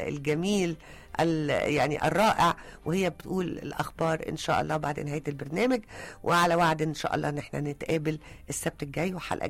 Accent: Egypt; زي ما نقول بالمصري

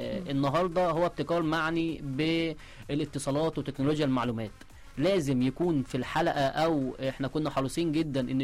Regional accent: Egypt; ودي مش مبالغه مننا كمصريين

